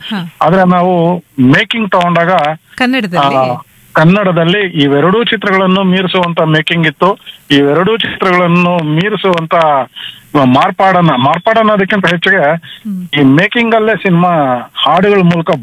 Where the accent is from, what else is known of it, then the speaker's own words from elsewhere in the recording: Devanahalli, Karnataka, India; ನನ್ನ ಸ್ವಂತ ಊರು ದೇವನಹಳ್ಳಿ.